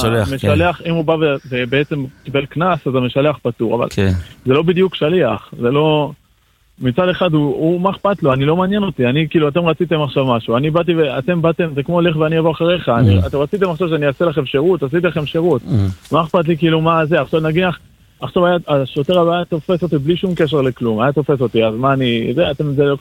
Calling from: Tel Aviv, Tel Aviv District, Israel; אני מתל אביב.

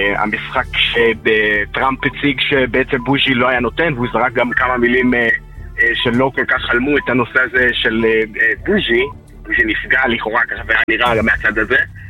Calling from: Jerusalem, Jerusalem District, Israel

